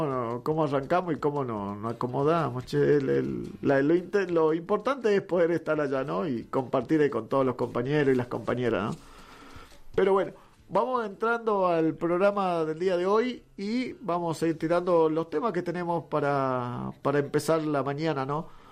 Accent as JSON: {"language": "Spanish", "region": "Jujuy", "country": "Argentina", "said": "así somos los jujeños"}